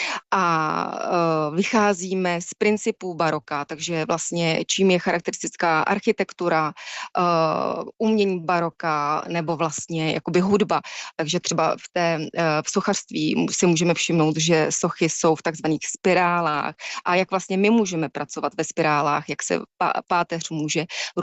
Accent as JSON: {"language": "Czech", "town": "Žďár nad Sázavou", "region": "Vysočina Region", "country": "Czechia", "tie": "born or raised there", "moved": "yes", "lives_now": "Prague, Czechia", "said": "žiji v Praze, ale zároveň jsem rodačka ze Žďáru nad Sázavou"}